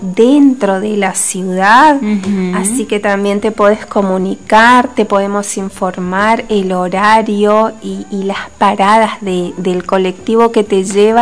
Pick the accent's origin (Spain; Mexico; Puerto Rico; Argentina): Argentina; Corrientes; soy más correntina que...